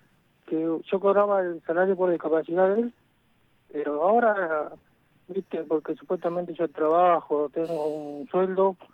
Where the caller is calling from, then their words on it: Merlo, Buenos Aires Province, Argentina; Yo soy de Pontevedra, Merlo, pero estoy trabajando acá en Moreno.